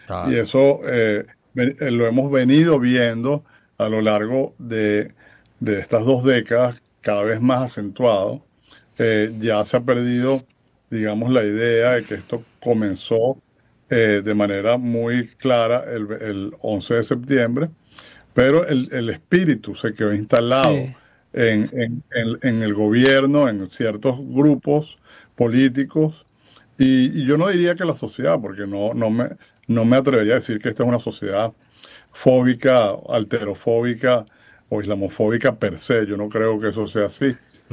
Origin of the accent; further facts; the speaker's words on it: Venezuela; moved away; yo soy venezolano de origen